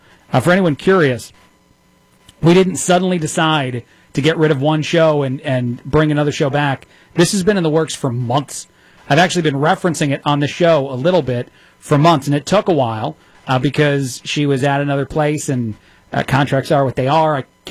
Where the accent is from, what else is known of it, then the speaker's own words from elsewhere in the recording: New Jersey, United States; moved away; I'm from New Jersey.